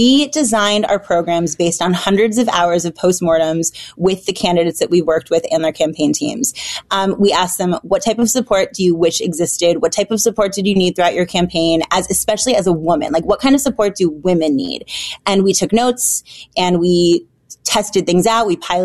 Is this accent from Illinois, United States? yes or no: no; Michigan, United States; Michigan. So right there.